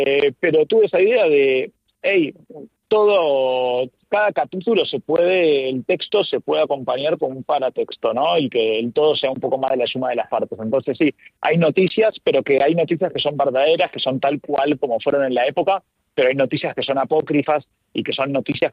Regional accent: Argentina; yo soy argentino, publiqué en España

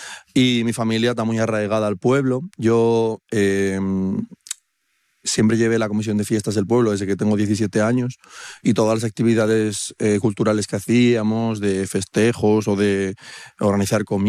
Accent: Madrid, Community of Madrid, Spain; moved away as an adult; yo me crié en una ciudad, yo nací en Madrid. Pero sí que es verdad que vivir vivo en un pueblo...

